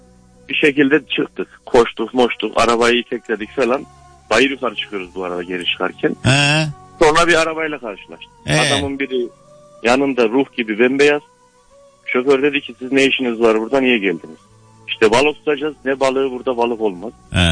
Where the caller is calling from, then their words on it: Ankara, Turkey; ben Ankara'dan.